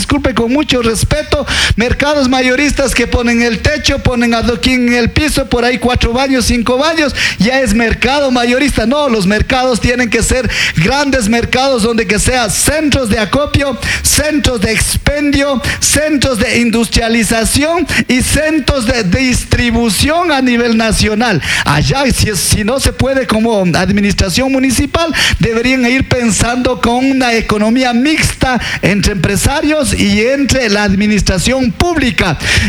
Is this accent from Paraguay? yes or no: no; Tungurahua, Ecuador; Ambato indigenista, que somos los indígenas del área rural, de las parroquias y de las comunidades.